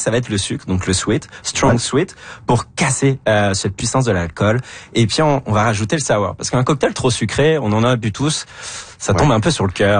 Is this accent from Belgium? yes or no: no; France